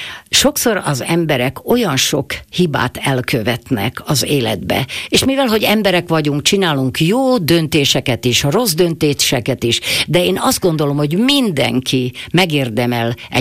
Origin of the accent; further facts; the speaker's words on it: Bratislava, Bratislava Region, Slovakia; som z Podunajských Biskupíc, ale som dlhé roky žila na Februárke oproti Štolverku a potom na Sibírskej ulici.